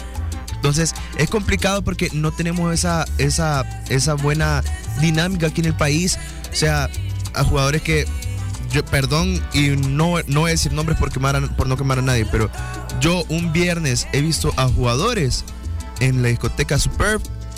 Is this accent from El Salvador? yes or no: yes; El Salvador; nosotros como salvadoreños